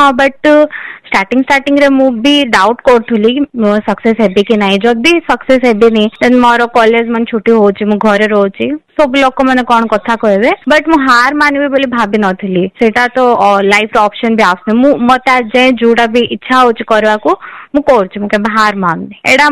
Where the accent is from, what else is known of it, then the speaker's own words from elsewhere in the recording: Kotpad, Odisha, India; but mainly ମୋର focus ଅଛି ମୁଁ ମୋ ଗାଁକୁ କେମିତି ଆଗରେ ନେବି